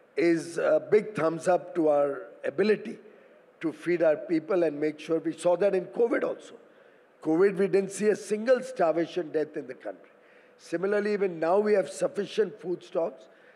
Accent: Mumbai, Maharashtra, India; I come from Mumbai where the rains are in full swing.

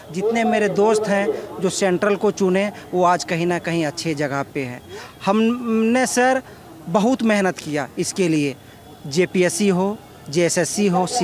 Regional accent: Jharkhand, India; हुआ, और हम गिरिडीह जिला का रहने वाले हैं, और वो पिछड़ा इलाका है सर।

